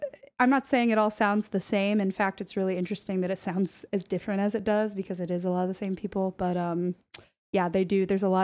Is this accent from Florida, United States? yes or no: no; Louisville, Kentucky, United States; moved away as an adult; now in New York, United States; hail from the great land of Kentucky.